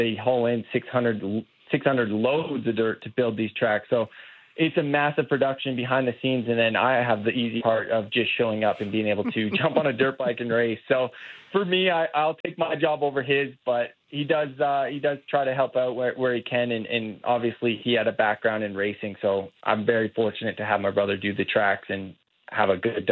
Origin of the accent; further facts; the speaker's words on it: Canada; it's massive being Canadian in my home country